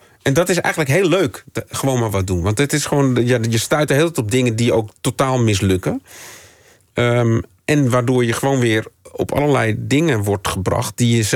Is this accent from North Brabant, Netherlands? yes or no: no; Amsterdam, North Holland, Netherlands; ik ben opgegroeid in Amsterdam